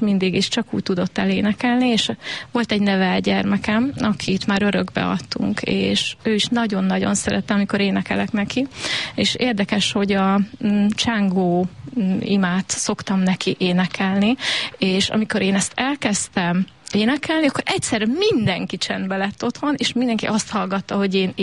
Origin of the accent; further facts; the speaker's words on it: Zalkod, Borsod-Abaúj-Zemplén, Hungary; hogy én a Tisza túloldaláról, a Bodrog közszívéből, Zalkodról kerültem ide. Tulajdonképpen ezt beszéltük is, hogy a szerelem hozott engem ide. És nagyon szép gyermekkorom volt ott, igazán egy kicsi kincs, az én szívemnek egy csücske.